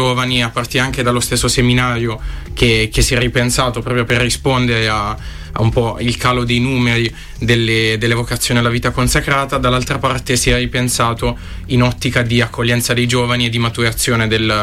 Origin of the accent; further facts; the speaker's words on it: Barletta, Apulia, Italy; now in Pavia, Italy; Sì, io arrivo da Barletta e attualmente frequento il quarto anno del corso di studi in medicina e chirurgia